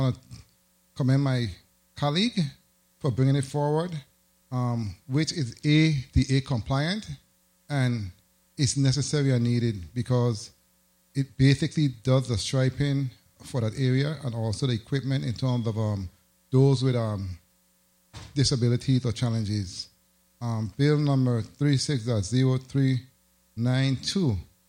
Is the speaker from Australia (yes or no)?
no; U.S. Virgin Islands; born or raised there